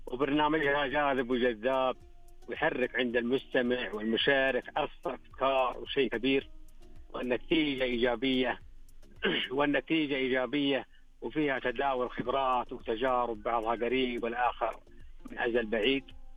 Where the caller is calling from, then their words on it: Taif, Makkah Province, Saudi Arabia; من الطائف،